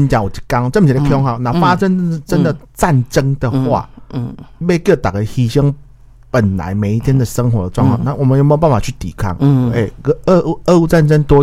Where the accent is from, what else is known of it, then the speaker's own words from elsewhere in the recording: Taiwan; 我们台湾人啊来然后去办公桌吃早餐